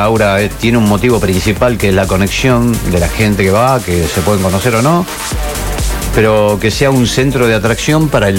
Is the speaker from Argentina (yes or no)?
yes; Tucumán, Argentina; now in Rosario, Argentina; Yo soy de Tucumán.